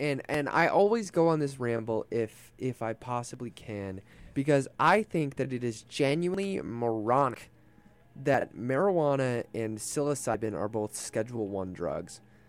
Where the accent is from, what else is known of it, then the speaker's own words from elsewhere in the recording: United States; I hate that I'm ashamed to be an American.